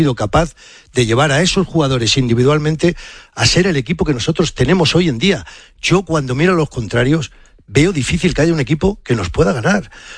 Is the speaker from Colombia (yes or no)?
no; Spain; Que estamos, como dijo el seleccionador, orgullosos de ser español, hombre, que somos españoles.